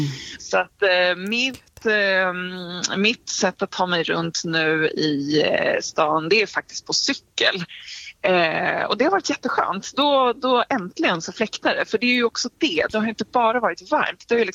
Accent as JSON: {"language": "Swedish", "country": "Sweden", "said": "Alltså som svensk, vi hade ju liksom kunnat prata om det här i året ut"}